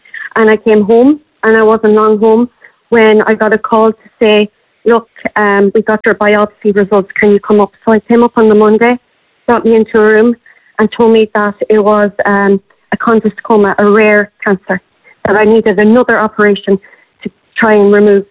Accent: Crossmolina, Connacht, Ireland; I'm 29 years old and I'm from Crossmarnock, County Mayo.

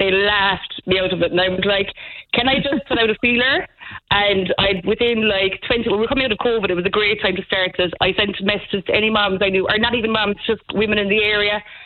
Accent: Munster, Ireland; now in West Cork, Ireland; I'm from Liz Gould originally. I'm living in West Cork

